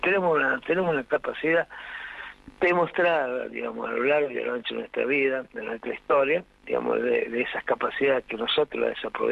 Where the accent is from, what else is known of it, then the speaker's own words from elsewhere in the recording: La Rioja, Argentina; mi pueblo durante mucho tiempo, como representante del Congreso de la Nación, del pueblo riojano